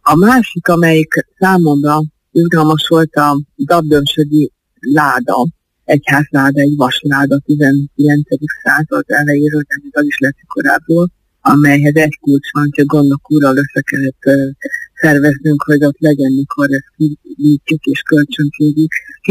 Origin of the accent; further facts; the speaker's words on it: Hungary; gyerekkoromban ugye Tisztán innen vagyok, és ott a parókián ott volt az édesapám szobájában az egyházláda